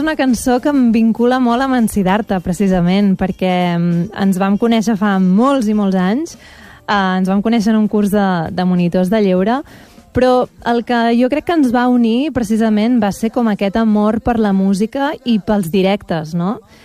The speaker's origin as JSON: {"language": "Catalan", "town": "Castelló d'Empúries", "region": "Catalonia", "country": "Spain", "tie": "born or raised there", "also_born_or_lived": "Roses"}